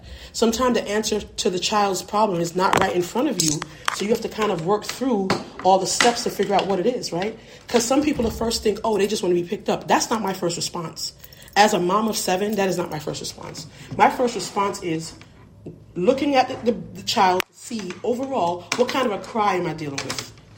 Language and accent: English; Hudson, New York, United States; I'm from Hudson